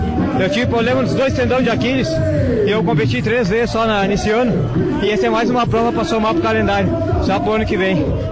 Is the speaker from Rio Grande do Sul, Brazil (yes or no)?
yes; Santa Vitória do Palmar, Rio Grande do Sul, Brazil; now in Pelotas, Brazil; Sou natural de Santa Vitória, mas eu moro aqui em Pelotas.